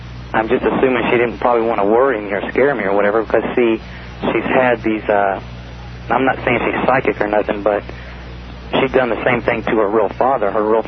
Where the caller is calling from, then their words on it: Anchorage, Alaska, United States; I'm calling from Anchorage, Alaska.